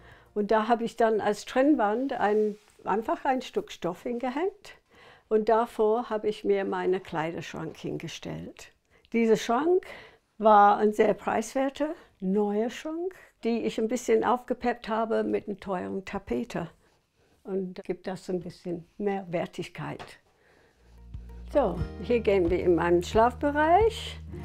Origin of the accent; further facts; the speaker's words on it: England, United Kingdom; German is a second language; um diese englische Ambiente im Stil meiner Heimat hinzubekommen.